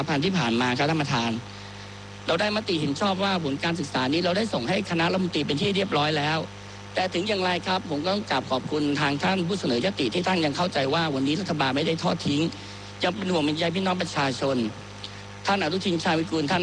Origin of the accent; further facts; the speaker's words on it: Ranong, Thailand; ผมเป็นคนระนองคนหนึ่ง